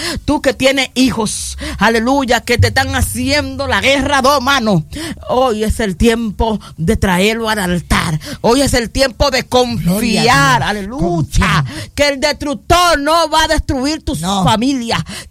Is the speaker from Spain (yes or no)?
no; La Altagracia, Dominican Republic; somos de Saona, que me complace decir que también soy saonero. Soy saonera o saonero.